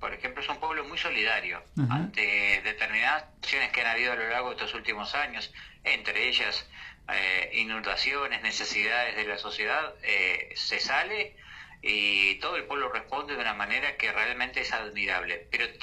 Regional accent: Las Piedras, Canelones, Uruguay; now in Nueva Helvecia, Uruguay; yo soy de Las Piedras, Canelones, hace 40 años que vivo acá

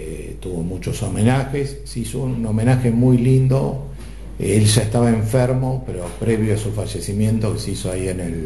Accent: General Villegas, Buenos Aires Province, Argentina; moved away; Yo me acuerdo de chico en Villegas de escuchar las radios zonales

